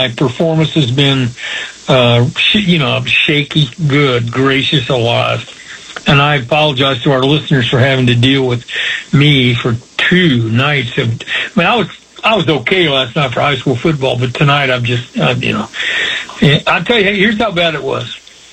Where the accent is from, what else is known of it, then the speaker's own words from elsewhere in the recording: Plainfield, Indiana, United States; when I was a kid, growing up in Plainfield